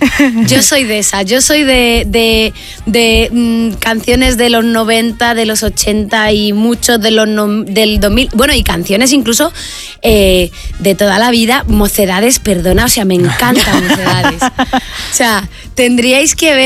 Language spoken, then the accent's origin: Spanish; Veganzones, Castile and León, Spain; Mi pueblo está en Beganzones.